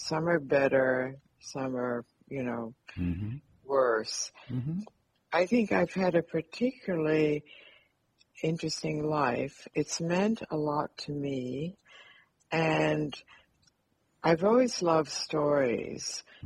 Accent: United States; born there; English is a second language; also born or lived in Europe / Latvia

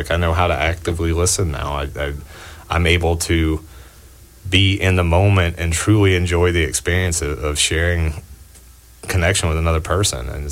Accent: Johnson City, Tennessee, United States; I'm from Johnson City, Tennessee

